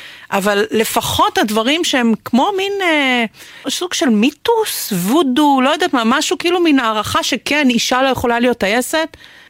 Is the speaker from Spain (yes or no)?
no; South Africa; now in Israel; אני גדלתי בבתי כנסת שבהם לאישה אסור היה לגעת בספר תורה. ואני זוכרת שישבתי בבית הכנסת בדרום אפריקה בתור ילדה.